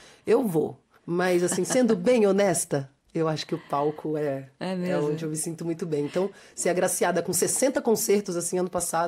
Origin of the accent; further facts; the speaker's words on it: Minas Gerais, Brazil; eu sou mineira, né?